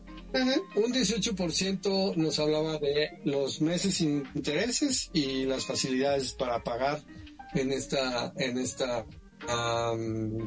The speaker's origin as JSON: {"language": "Spanish", "country": "Mexico", "said": "es igual en cuanto al comportamiento de que tenemos como mexicanos hacia el dinero."}